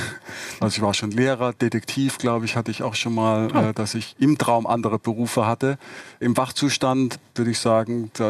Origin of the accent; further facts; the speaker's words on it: Baden-Württemberg, Germany; ich bin ja im Raum Heidelberg aufgewachsen und habe in Karlsruhe Elektrotechnik studiert